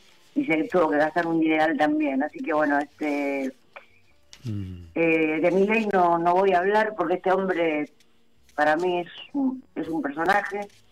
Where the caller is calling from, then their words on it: Buenos Aires, Argentina; de Villa Urquiza.